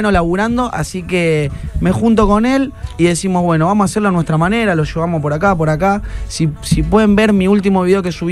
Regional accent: Rosario, Santa Fe, Argentina; yo soy de Rosario, está el fuego ese ahí

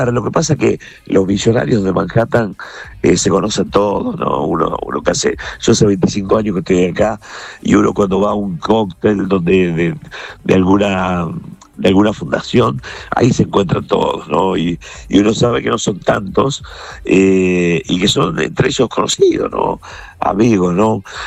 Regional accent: Argentina; los argentinos lo miramos de otra manera

